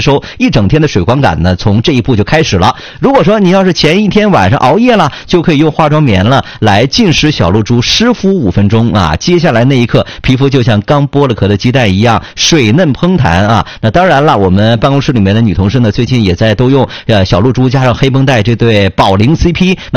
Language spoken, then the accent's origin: Chinese; Northeast China, China; 我们东北人